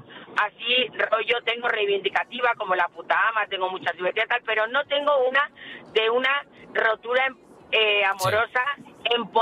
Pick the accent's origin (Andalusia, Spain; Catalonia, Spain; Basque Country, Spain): Catalonia, Spain; Barcelona; moved away; ir a Cataluña, a mi tierra, a Barcelona, siempre es un placer